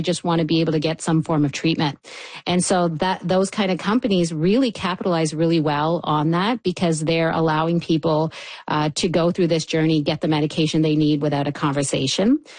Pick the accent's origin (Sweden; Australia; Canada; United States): Canada; I think as a Canadian population, we would be so much better off kind of going that route.